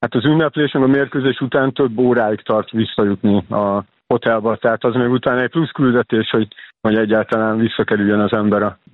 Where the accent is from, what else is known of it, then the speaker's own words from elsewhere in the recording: Budapest, Hungary; Hát én Csepelen nőttem fel, 80-as években semmi más nem volt, csak a futball.